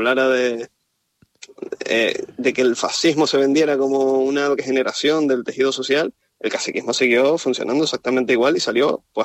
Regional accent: Tacoronte, Canary Islands, Spain; el pueblo donde se inspira gran parte de la historia, que es mi pueblo, Tacoronte, en Tenerife.

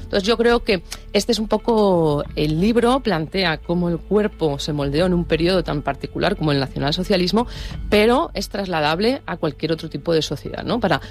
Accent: Madrid, Community of Madrid, Spain; moved away; also born or lived in Canary Islands; Y yo me considero, otro tema con el que estoy trabajando, que me apetece mucho seguir andando sobre él, que soy madrileña, ¿no? Soy una mezcla entre las islas y Madrid.

